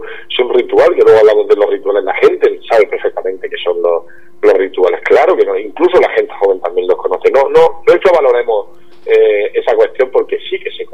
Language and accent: Spanish; Caravaca de la Cruz, Region of Murcia, Spain; Me siento muy orgulloso de mi pueblo